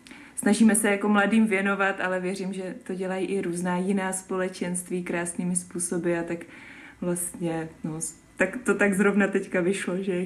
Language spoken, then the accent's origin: Czech; South Moravian Region, Czechia; pocházím od Brna, teď jsem zase v komunitě znova zpátky v Brně, teď poslední 2. rokem